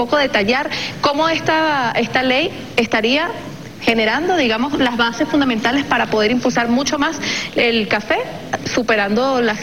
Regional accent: Venezuela; Y además conectar como venezolanos

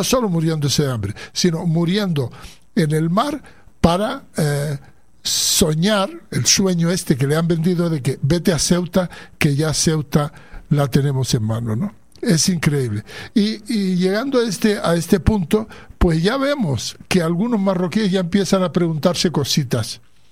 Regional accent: Western Sahara

